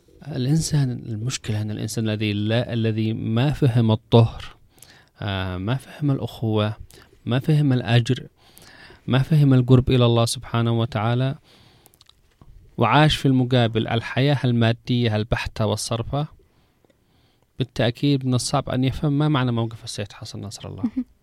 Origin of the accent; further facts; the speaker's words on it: Yemen; أنا كإنسان يمني و كنت حاضر في كل المتغيرات التي حصلت من 2014 إلى الآن،